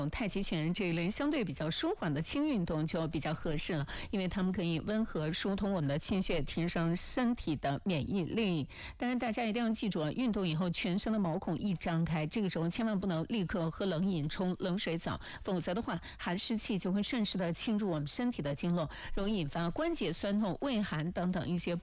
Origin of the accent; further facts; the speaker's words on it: China; 我们中国人